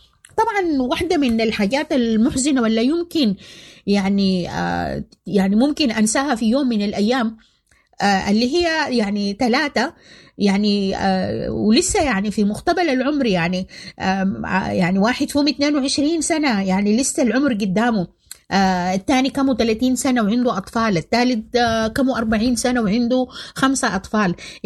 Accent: Sudan; وكنت أنا يعني سودانية ناشطة ومعروفة بمواقفي الواضحة ضد سياسة الاتحاد الأوروبي

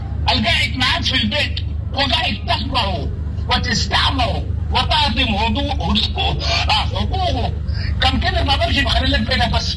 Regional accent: Sudan; لكن بإرادتهم بإرادتهم كسودانيين

